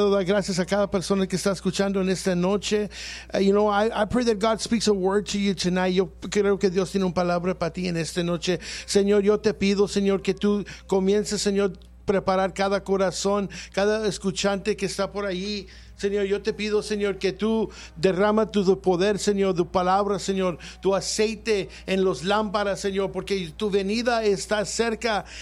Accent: Donna, Texas, United States; We're from Donna, Texas.

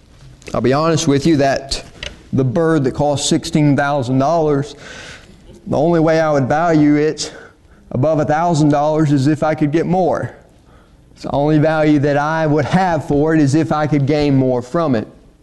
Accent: United States; accent: Piedmont; my Piedmont accent

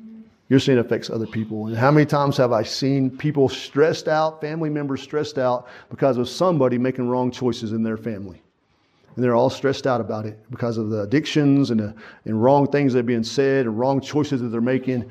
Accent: United States; born there; I was born in America. Out of all the places in the world I could have been born, God let me be born in America. I'm an American citizen.

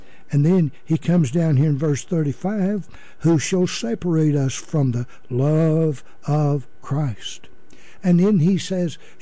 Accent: United States; I am an American that believes in God, that believes in the Word, that believes in Jesus Christ.

